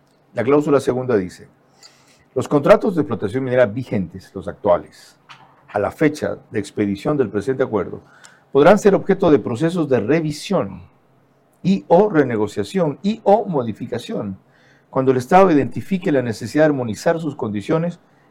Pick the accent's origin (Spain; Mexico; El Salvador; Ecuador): Ecuador; Como decimos los motubios en mi tierra.